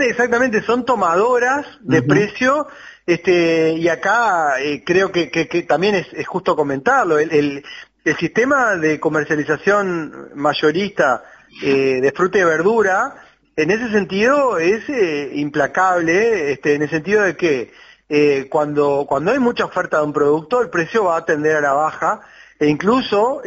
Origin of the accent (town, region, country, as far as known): Uruguay